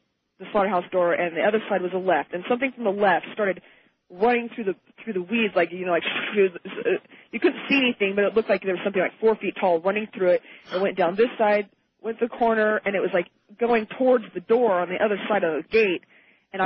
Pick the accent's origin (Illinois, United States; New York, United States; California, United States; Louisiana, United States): California, United States; Susanville